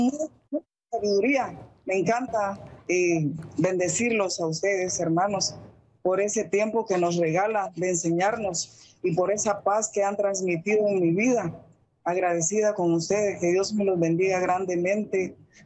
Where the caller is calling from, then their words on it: Zacapa, Guatemala; Primera vez que llamo, soy de Guatemala